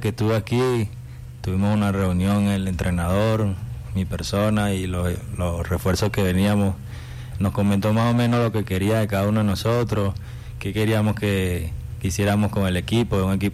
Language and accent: Spanish; Caracas, Capital District, Venezuela; moved away; vengo de Caracas, Venezuela.